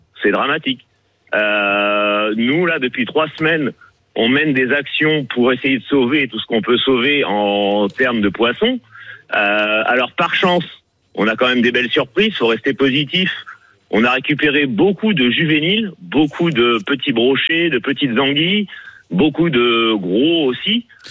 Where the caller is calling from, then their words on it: Nouvelle-Aquitaine, France; moi je suis en Charente-Maritime, d'accord. Donc nous, on est juste à ras de la mer